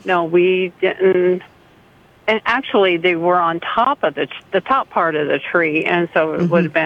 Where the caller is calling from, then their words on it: Tecumseh, Nebraska, United States; from Tecumseh.